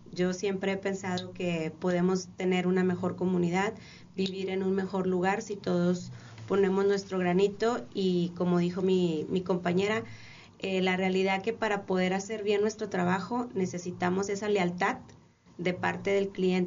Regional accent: Sabinas, Coahuila, Mexico; Yo soy originaria de Sabinas, no vengo a Nuevo León, soy originaria de Sabinas, Coahuila.

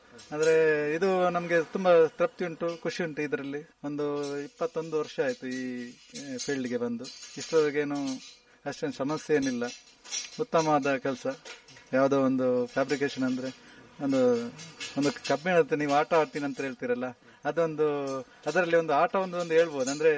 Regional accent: Karnataka, India

